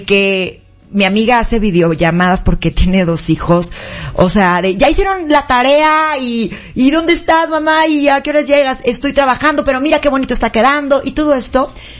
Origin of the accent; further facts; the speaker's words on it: Guadalajara, Jalisco, Mexico; Yo soy tapatía 100% y amo Guadalajara